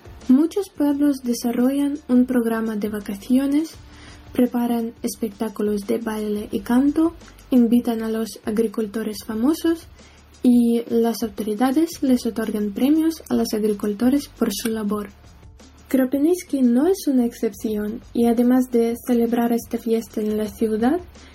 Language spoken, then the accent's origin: Spanish; Kirovohrad Oblast, Ukraine; Espero que después de mi relato os quedéis interesados por mi tierra natal, la región de Kirovohrad, y sin falta la visitaréis cuando termine la guerra y Ucrania vuelva a la vida en paz y prosperidad.